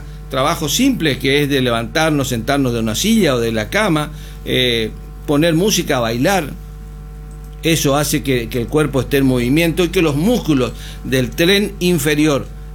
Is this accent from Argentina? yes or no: yes; Argentina; Sí, somos argentinos